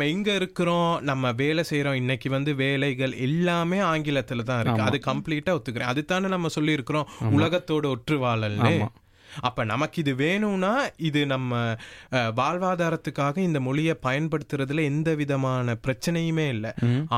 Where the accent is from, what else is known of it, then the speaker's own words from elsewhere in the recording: Sri Lanka; அந்த மெனக்கடல் நம்ம இலங்கையில சொல்லி கொடுக்கல, அப்ப அதனால தமிழ் சொல்லிடுவேன்